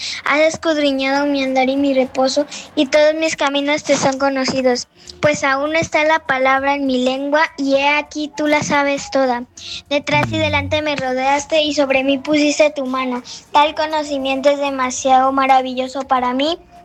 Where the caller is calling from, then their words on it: Veracruz, Mexico; soy de Veracruz, México.